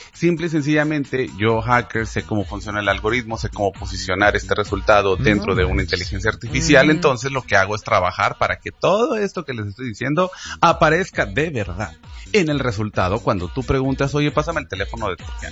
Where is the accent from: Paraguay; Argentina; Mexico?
Mexico; Si somos mexicanos, nosotros ni nos damos cuenta porque pues nosotros aquí llegamos a nuestro país y no nos cobran por entrar